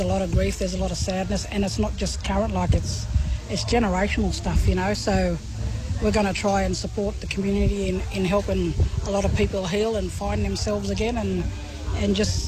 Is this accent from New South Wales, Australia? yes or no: yes; New South Wales, Australia; I'm from Barrowville. I'm a Goombangi woman.